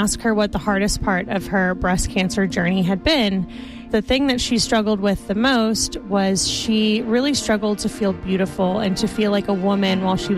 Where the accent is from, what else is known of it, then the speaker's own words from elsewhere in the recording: Houston, Texas, United States; from Houston, Texas